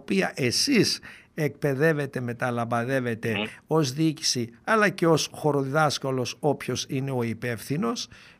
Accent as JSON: {"language": "Greek", "town": "Doirani", "region": "Central Macedonia", "country": "Greece", "tie": "born there", "said": "τον τόπο μου, το γενέθλιο, το Κιλκής, το Λαχανά, και λίγο δύο μέρες πιο πίσω στο χωριό μου τη Δοϊράνη."}